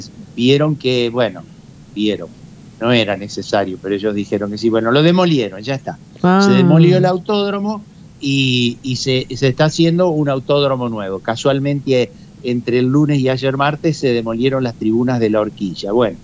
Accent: Argentina; pero como los argentinos somos distintos a todos

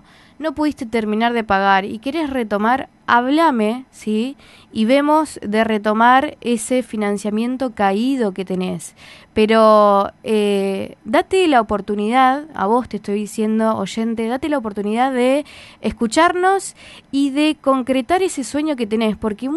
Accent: Santa Fe, Argentina; Vos sabés que nosotros somos de acá, de Santa Fe.

